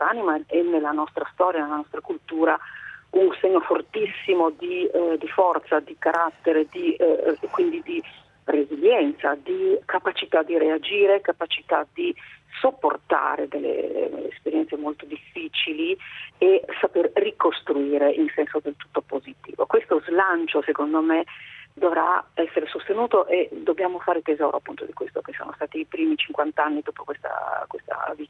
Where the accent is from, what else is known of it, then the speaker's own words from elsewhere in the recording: Anduins, Friuli-Venezia Giulia, Italy; Io poi da friulana ho vissuto personalmente questa tragica esperienza, perché appunto vivevo ad Anduins e quindi nella zona cosiddetta rossa.